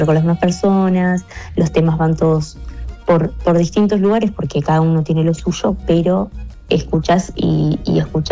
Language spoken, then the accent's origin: Spanish; Trinidad, Flores, Uruguay; Yo soy de Trinidad Flores, sí. Bueno, nací ahí, canto desde los 3 años.